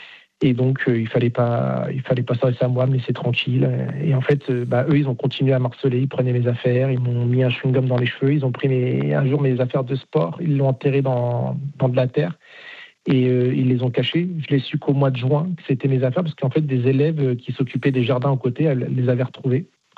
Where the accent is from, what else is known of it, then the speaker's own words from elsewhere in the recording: Nanterre, Île-de-France, France; also born or lived in Rueil-Malmaison; Donc, de base, moi, j'étais de Nanterre, j'étais dans une cité. Donc, je suis arrivé à Rueil-Malmaison. C'est pas du tout le même milieu et le même contexte.